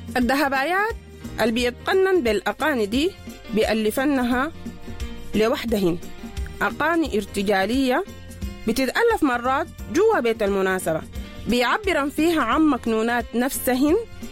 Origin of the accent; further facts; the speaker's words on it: Sudan; النوع ده من الغنى موجود في مجتمعنا السوداني من زمان